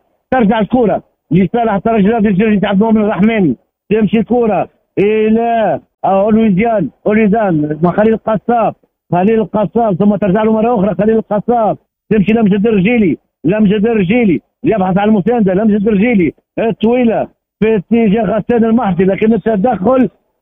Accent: Tunisia

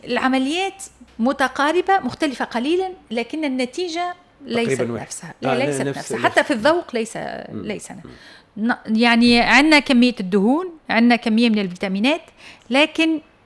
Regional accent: Tunisia; عندنا في تونس

